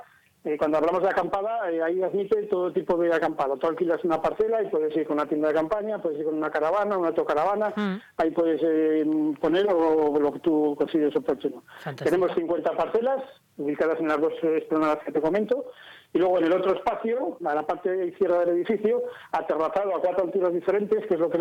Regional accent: Pradoluengo, Castile and León, Spain; born or raised there

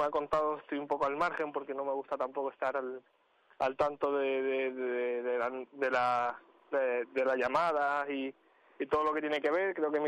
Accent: Cáceres, Extremadura, Spain; also born or lived in Arenas de San Pedro; Bueno, sí, yo soy nacido en Arenas, aunque con un año me vine a vivir a Cáceres, pero mantengo raíces en los dos lados

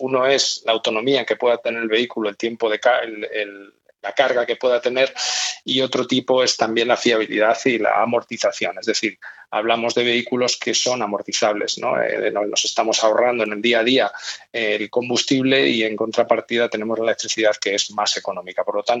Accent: Valladolid, Castile and León, Spain; como vallisoletanos, nos tenemos que sentir orgullosos.

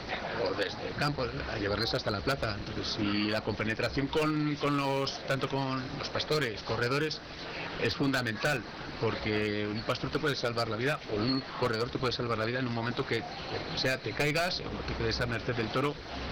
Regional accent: Roa, Castile and León, Spain; en mi pueblo, claro, en Roa de Duero

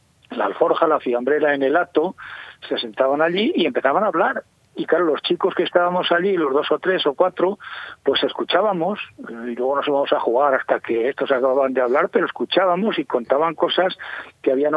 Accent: Spain; born there; moved away; yo recuerdo en mi pueblo

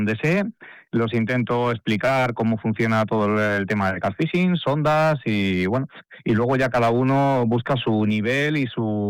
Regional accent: Arévalo, Castile and León, Spain; now in Viana de Cega, Spain; yo no soy de Viana de Cega realmente, soy de un pueblo que... de la zona de Ávila, que se llama Arévalo, pero por motivos de románticos me vine a Viana de Cega y bueno, aquí me he instalado.

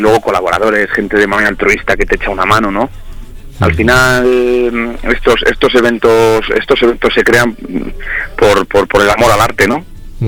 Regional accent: Castile and León, Spain; yo siempre digo que Tierra de Campos es una zona... No sé, es porque estoy yo súper enamorado, ¿no? de mi tierra, de mi pueblo

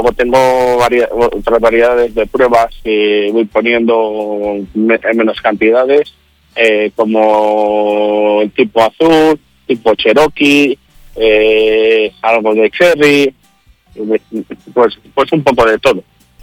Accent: Palenzuela, Castile and León, Spain; como soy de Palenzuela

